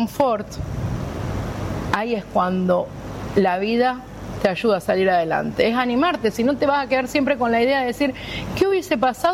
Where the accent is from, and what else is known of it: Rosario, Santa Fe, Argentina; moved away as an adult; now in United States